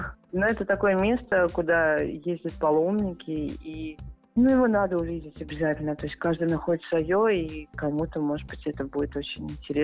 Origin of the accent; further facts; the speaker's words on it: Moscow, Russia; born there; Я родилась в Москве